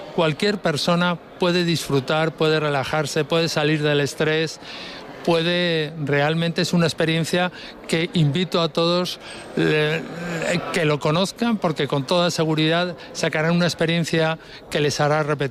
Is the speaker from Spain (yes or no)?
yes; Madrid, Community of Madrid, Spain; soy de Madrid, vivo en Madrid.